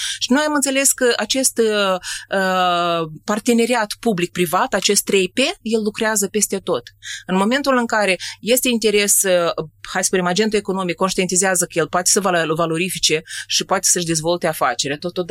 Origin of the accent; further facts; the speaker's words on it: Moldova; care sunt moldoveancă